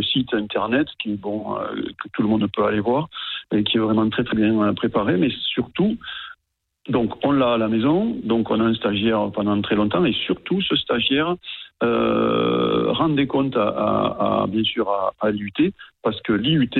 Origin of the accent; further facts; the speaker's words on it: Viane, Occitanie, France; Je suis natif de Viane